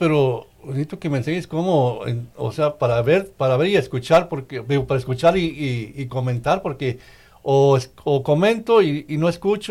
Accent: Michoacán, Mexico; yo soy de Michoacán

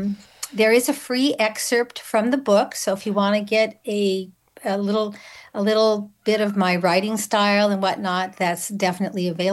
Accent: Temecula, California, United States; my hometown of Temecula, down in mm-hmm. Southern California

